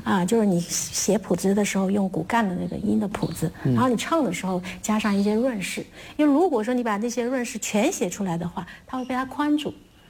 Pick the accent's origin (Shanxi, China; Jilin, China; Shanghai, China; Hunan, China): Shanxi, China; Pu County; 其实我们小时候的时候就是一直听那个蒲县戏长大的、然后小时候接受的这些，因为我小时候是在村里面的小学上学，项目村、然后我们那个村里面上课的时候都用本地话讲